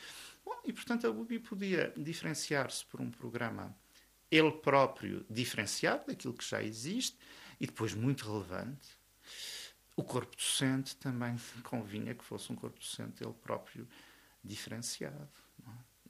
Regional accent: Castelo Branco, Portugal; Foi um orgulho ter servido a minha aldeia, das minhas origens mesmo

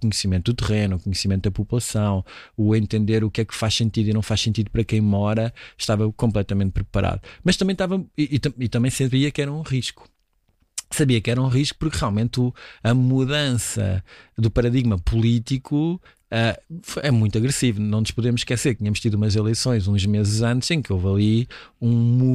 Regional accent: Lisbon, Portugal; born or raised there

